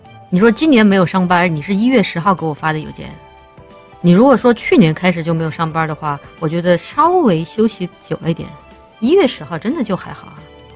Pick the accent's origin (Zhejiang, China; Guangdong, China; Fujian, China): Guangdong, China; born there; moved away; 我小时候住在广东